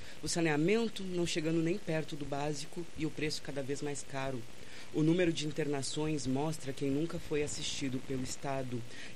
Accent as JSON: {"language": "Portuguese", "country": "Brazil", "said": "Eu também sou da Santa Terezinha, né? Aí a gente se cria em lugares que a Santa Terezinha, eu digo, não é uma periferia"}